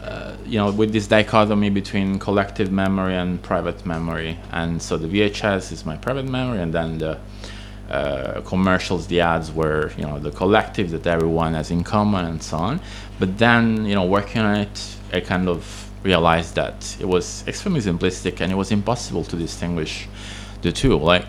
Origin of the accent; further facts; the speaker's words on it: Italy; first language Italian; English is a second language; moved away; Italian, which is my original language, my native language